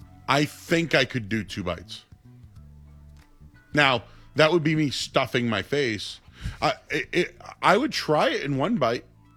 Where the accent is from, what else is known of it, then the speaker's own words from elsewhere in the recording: Hyde Park, Massachusetts, United States; I'm from High Park.